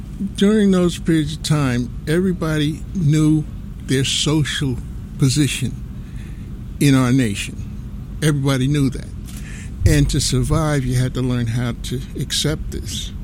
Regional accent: New Jersey, United States; I was brought up in New Jersey

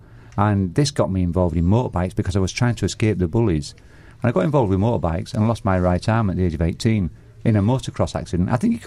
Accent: Leeds, Yorkshire and the Humber, United Kingdom; I went back to my hometown in Leeds, which is in Yorkshire in the north of England

